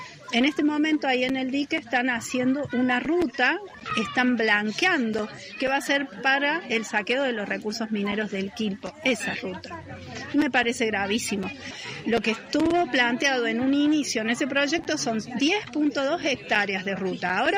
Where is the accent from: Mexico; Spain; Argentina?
Argentina; San Marcos Sierras, Córdoba; Quienes crecimos en San Marcos